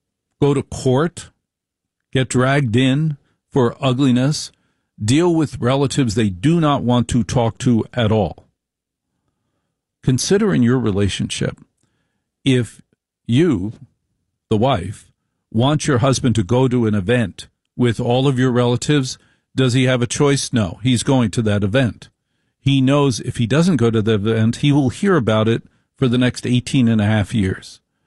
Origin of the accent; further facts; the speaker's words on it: New Jersey, United States; when I grew up in Jersey